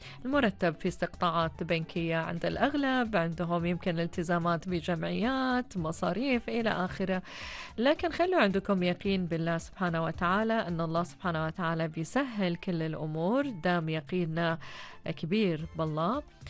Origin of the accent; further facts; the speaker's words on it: Oman; أنا من عمان